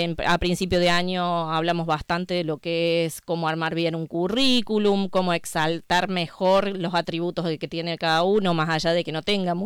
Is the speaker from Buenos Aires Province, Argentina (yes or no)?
no; Las Varas, Córdoba, Argentina; moved away as an adult; now in Ballesteros, Argentina; Yo vengo de la localidad de Las Varas. Estudié ingeniería química. De ahí fue que las cosas de la vida me llevaron a vivir en Ballesteros.